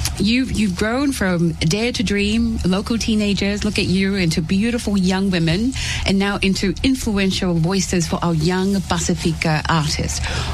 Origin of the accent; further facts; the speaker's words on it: Tonga; now in New Zealand; I grew up in Tonga, but I didn't try it until I came here to New Zealand.